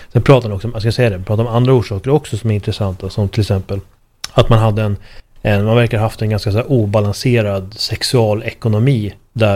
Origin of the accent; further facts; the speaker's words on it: Sweden; för jag är svensk